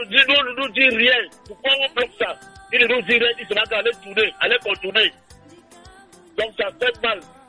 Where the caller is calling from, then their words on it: Centre, Cameroon; Bon, je suis à Biamassi actuellement.